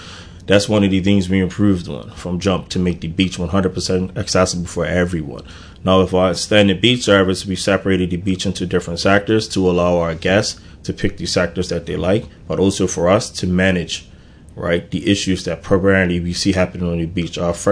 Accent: Bermuda; 100% Bermudian, 100% born and raised in Bermuda

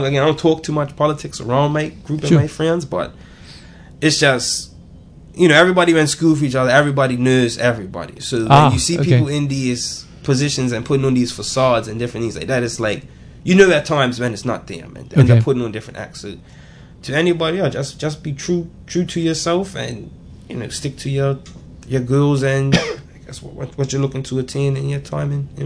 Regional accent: St. George's, Bermuda; as a St. George's boy

